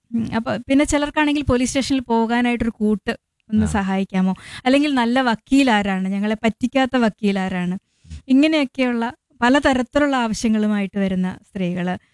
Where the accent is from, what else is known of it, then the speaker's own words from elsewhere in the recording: Kottayam, Kerala, India; now in Thiruvananthapuram, India; ഞാൻ കോട്ടയത്തുനിന്ന് തിരുവനന്തപുരത്ത് വന്ന് താമസിക്കുന്ന ആളാണ്.